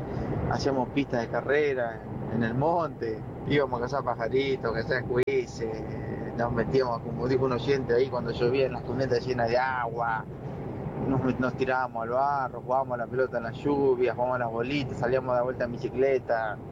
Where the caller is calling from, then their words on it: Santa Fe, Argentina; de Santa Fe, tengo 33 años. Creo que soy de la última generación que creció sin tecnología.